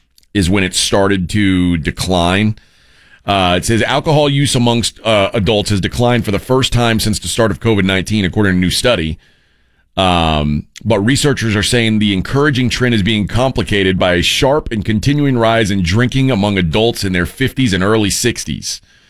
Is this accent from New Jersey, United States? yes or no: no; Houston, Texas, United States; and I grew up in Houston, the greater Houston area.